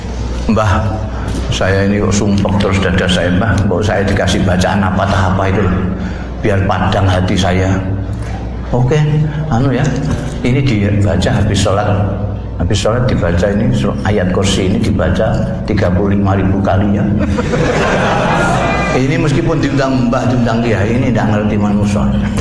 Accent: Indramayu, West Java, Indonesia; Aku suka orang Monogiri, aku suka orang Garut, saya orang Demayu, aku pilih.

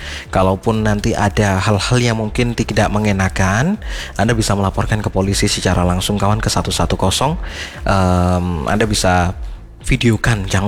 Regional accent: Malang, East Java, Indonesia; saya juga anak Kota Malang

